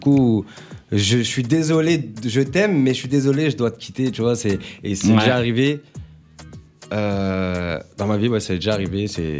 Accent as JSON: {"language": "French", "country": "Tunisia", "said": "je suis tunisien, comme je t'ai dit tout à l'heure."}